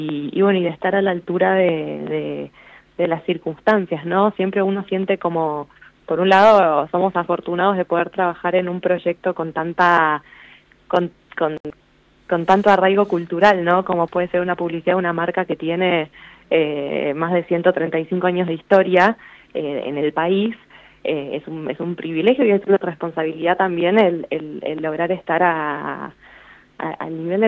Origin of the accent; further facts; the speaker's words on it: Argentina; nunca nos fue fácil a los argentinos nada